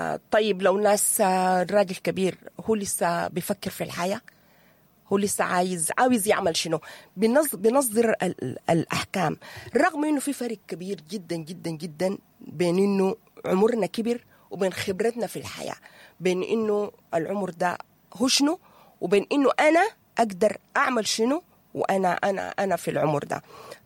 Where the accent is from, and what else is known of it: Sudan